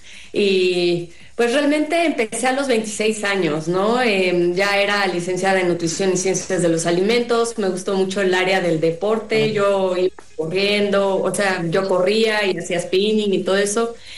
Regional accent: Puebla, Mexico; Soy de Puebla, yo consulto tanto presencial aquí en Puebla o en línea.

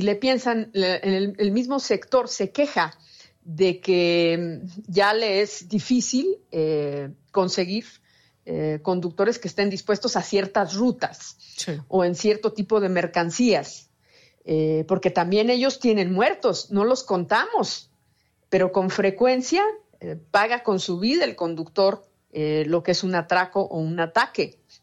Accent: Mexico

